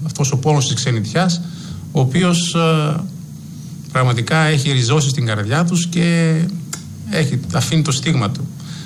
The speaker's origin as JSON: {"language": "Greek", "country": "Greece", "said": "Μόλις ακούγανε ότι είμαστε από την Ελλάδα το δάκρυ ήτανε, τι να πω."}